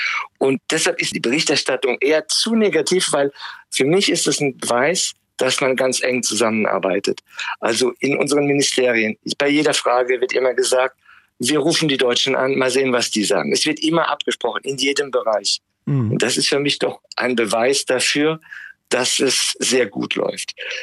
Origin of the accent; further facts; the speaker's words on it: Germany; moved away as an adult; now in Paris, France; Und ich bin auch in Deutschland zu Hause, also ich meine aus meiner Geburtsstadt und so weiter.